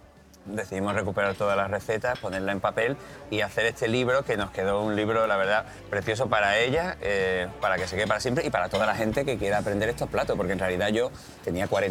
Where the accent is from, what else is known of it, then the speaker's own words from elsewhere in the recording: San Fernando, Andalusia, Spain; Yo soy de San Fernando y podría decir que somos San Fernandino, pero eso no lo utiliza nadie. También se nos llama isleño porque es una isla. La isla de Camarón, de ahí viene el camarón de la isla, pero también se nos llama Cañailla.